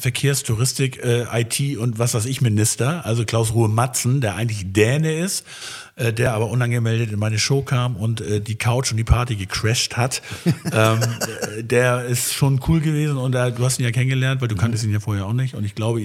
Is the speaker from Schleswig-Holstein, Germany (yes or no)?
yes; Schleswig, Schleswig-Holstein, Germany; Also in Schleswig, ich komme ja aus Schleswig, bin geborener Schleswiger, da gibt es den Verein Schleswig 06.